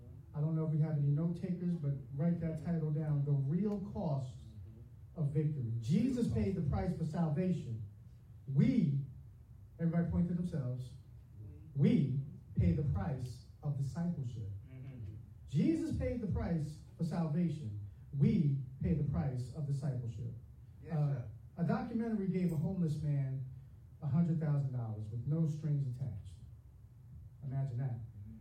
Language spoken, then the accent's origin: English; Long Island, New York, United States; accent: Long Island; I was in the military, but I'm from Long Island, New York. So sometimes I might speak a little bit quick, and I might say some words that you're like, what did he say?